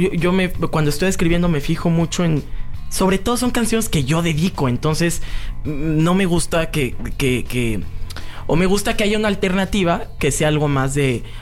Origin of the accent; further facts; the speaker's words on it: Pedregal, Mexico City, Mexico; Crecimos en el Pedregal, entonces pues se nos hizo chistoso.